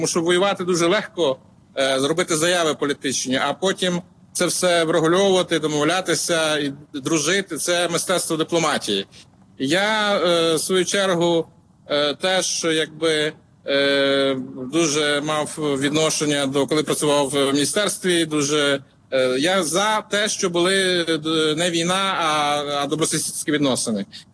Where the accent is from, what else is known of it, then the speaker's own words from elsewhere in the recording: Lviv, Lviv Oblast, Ukraine; moved away as an adult; also born or lived in Kyiv; я зараз у Львові, я сам львів'янин, народився у Львові